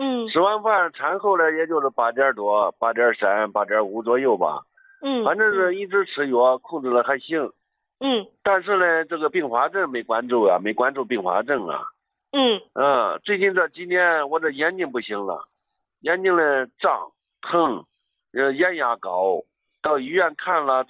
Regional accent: Fuyang, Anhui, China; 我是安徽的，安徽阜阳了。

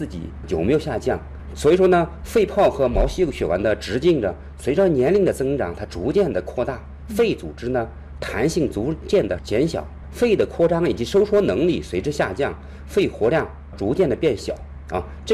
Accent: North China, China; 你看我在我们高中的时候，我们是北方人，吃馒头啊，吃个两三个馒头、三四个馒头都有可能。

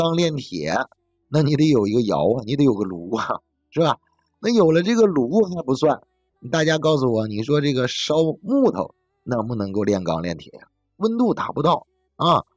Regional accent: China; 但是呢我们中国人凭着顽强的毅力和血肉之躯打败了侵略者。

